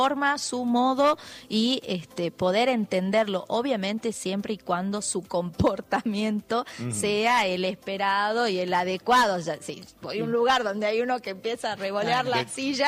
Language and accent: Spanish; Argentina; Y sí, somos todos argentinos